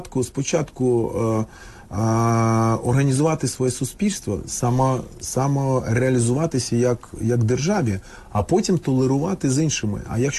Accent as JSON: {"language": "Ukrainian", "country": "Russia", "tie": "born or raised there", "also_born_or_lived": "Tajikistan", "moved": "yes", "lives_now": "Ukraine", "said": "Я виріс... я народився в Таджикистані, а виріс в Росії."}